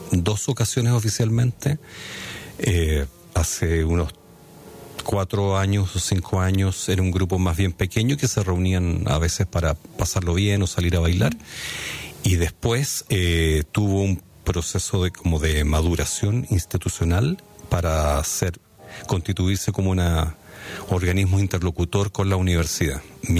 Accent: Chile; moved away as an adult; now in Chapel Hill, United States; Nosotros somos chilenos, nos regresábamos a Chile.

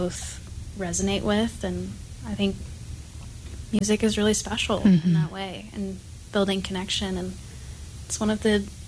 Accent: Kansas City, United States; Yeah, well, I'm from Kansas City

